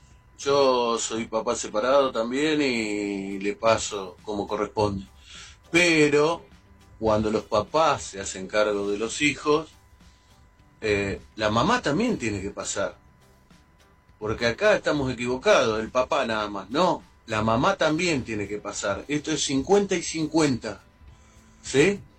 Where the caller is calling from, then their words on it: Podestá, Buenos Aires Province, Argentina; de Podestá.